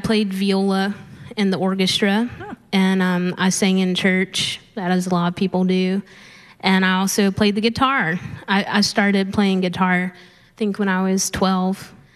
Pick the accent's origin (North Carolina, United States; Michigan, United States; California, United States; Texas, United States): North Carolina, United States; Carthage; now in Bristol, United States; I grew up in Carthage, North Carolina, but I currently live in Bristol. I like to call it Virginity.